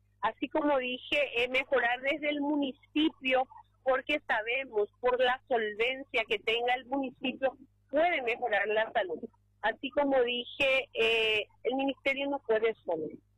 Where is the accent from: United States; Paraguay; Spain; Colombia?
Paraguay; Presidente Franco, Alto Paraná; me tocó ser directora en mi ciudad natal, presidente Franco